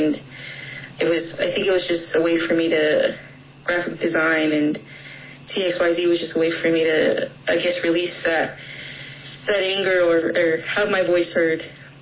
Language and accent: English; Second Mesa, Arizona, United States; I am Hopi and Navajo. I'm from Second Mesa, from Sapolivi, and just happy to be here.